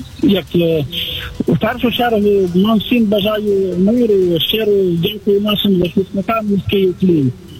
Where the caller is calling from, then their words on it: Ivano-Frankivsk, Ivano-Frankivsk Oblast, Ukraine; з Івано-Франківська.